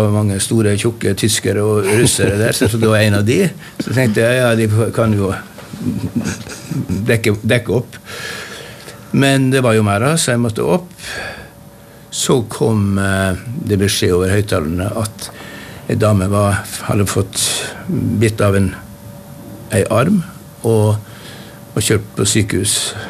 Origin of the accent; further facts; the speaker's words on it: Kristiansund, Møre og Romsdal, Norway; moved away; Så hadde jeg en liten lansering i Kristiansund i min hjemby